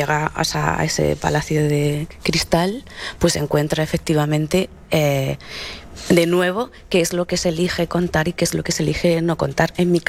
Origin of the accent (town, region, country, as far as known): Spain